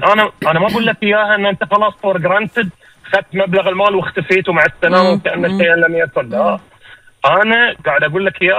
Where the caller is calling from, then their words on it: Bahrain; عندنا في البحرين